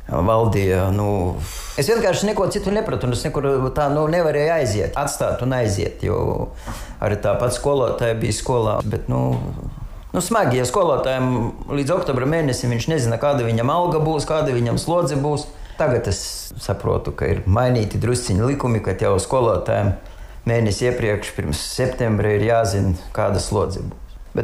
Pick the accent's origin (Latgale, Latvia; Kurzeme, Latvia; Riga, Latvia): Latgale, Latvia; Rimicāni; Es no Rimicāniem nāku. Tepat Preiļu novadā. Mājās bija arī lopi, bija sienas jāgatavo, jārave.